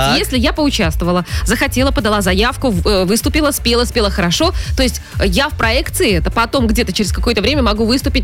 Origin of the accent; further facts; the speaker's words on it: Belarus; мы, белорусы